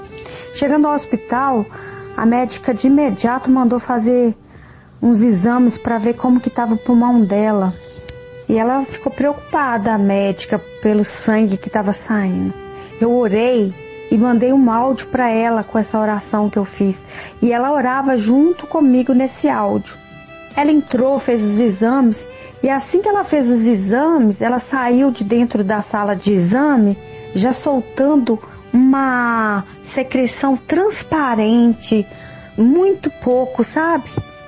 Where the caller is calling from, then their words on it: Itabira, Minas Gerais, Brazil; Eu sou da cidade de Itabira, Minas Gerais.